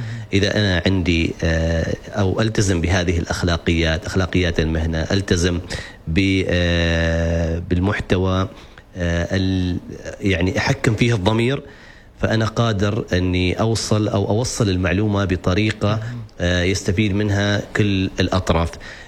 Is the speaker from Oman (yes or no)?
yes; Oman; عندنا في سلطنة عمان،